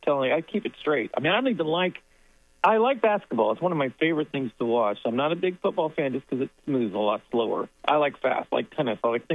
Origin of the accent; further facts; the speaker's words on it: Indianapolis, Indiana, United States; And, you know, growing up in Indianapolis, Indiana, we were only, like, I think 4 hours away from Nashville, somewhere around there.